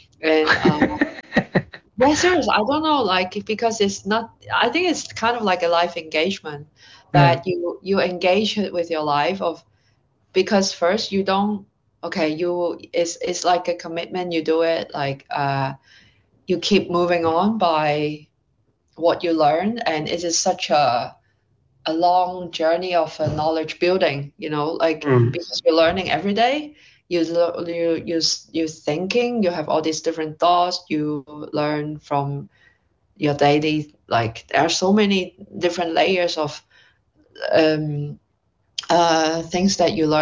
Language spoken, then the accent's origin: English; Hong Kong; English is a second language; I am someone from Hong Kong. And so, like, a place which you came from represents certain things, right?